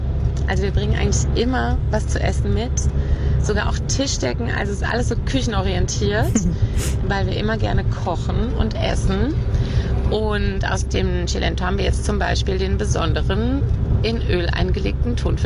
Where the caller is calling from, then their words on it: Euskirchen, North Rhine-Westphalia, Germany; aus Euskirchen.